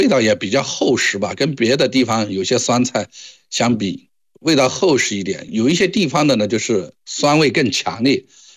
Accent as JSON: {"language": "Chinese", "region": "Yunnan", "country": "China", "said": "我们滇东的做腌菜的多数还是在冬天"}